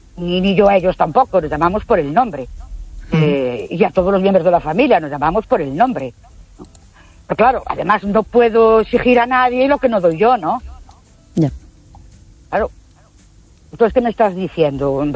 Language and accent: Spanish; Ourense, Galicia, Spain; Buenas noches. … de Ourense.